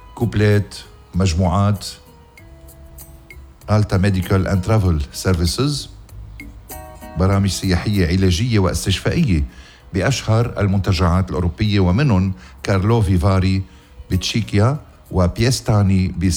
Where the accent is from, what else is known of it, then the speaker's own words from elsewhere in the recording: Lebanon; يا بلدنا لبنان